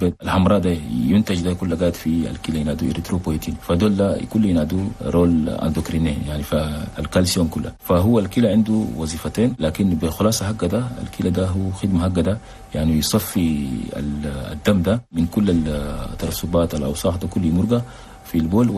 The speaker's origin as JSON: {"language": "Arabic", "country": "Chad", "said": "هسه عندنا في تشاد"}